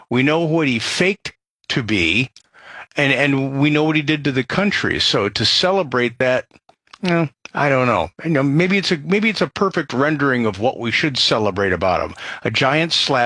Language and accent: English; Illinois, United States; And I grew up outside of Chicago.